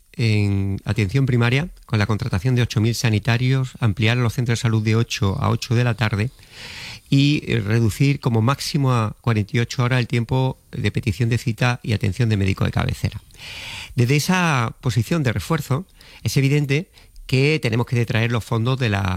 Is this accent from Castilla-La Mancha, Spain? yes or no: no; Andalusia, Spain; Bueno, yo soy más andaluz y más de pueblo que la amapola